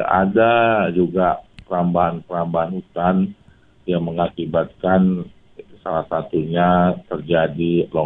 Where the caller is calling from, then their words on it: Medan, North Sumatra, Indonesia; kalau saya sebagai anak Medan ini